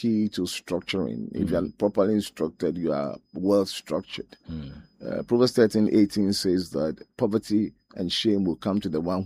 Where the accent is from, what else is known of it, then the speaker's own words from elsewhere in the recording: Accra, Greater Accra, Ghana; born there; I was born in Accra in 1958.